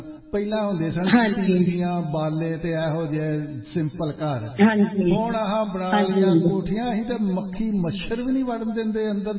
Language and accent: Punjabi; Batala, Punjab, India; ਸਾਡਾ ਜਿਹੜਾ ਪਿੰਡ ਹੈ ਨਾ, ਸਾਡਾ ਪਿੰਡ ਹੈ ਬਟਾਲੇ ਦੇ ਲਾਗੇ ਖਾਨੂੰ ਆਉਣ ਵਾਲੀ ਸੜਕ, ਉੱਥੇ ਟਿੱਬੇ ਹੁੰਦੇ ਸਨ